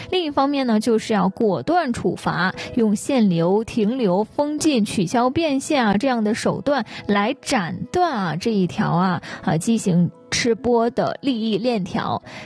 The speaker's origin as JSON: {"language": "Chinese", "country": "China"}